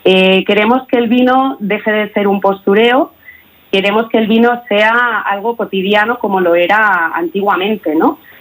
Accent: Salamanca, Castile and León, Spain; soy salmantina

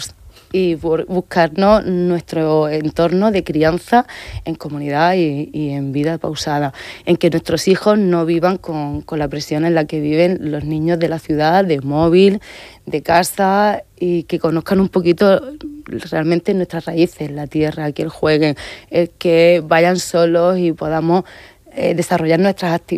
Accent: Bonares, Andalusia, Spain; moved away as an adult; now in Murcia, Spain; Bonares, un pueblo muy chiquitito del condado, de la tierra del lince, del Doñana. Y de entorno de Doñana, el escudo de mi pueblo es un lince.

